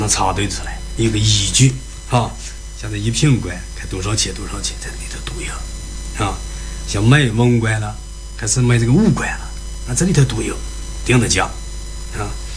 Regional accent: Shanxi, China; 我山西人

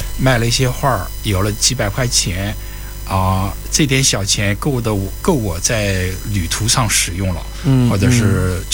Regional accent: Hefei, Anhui, China; 我来自于安徽的，合肥的。

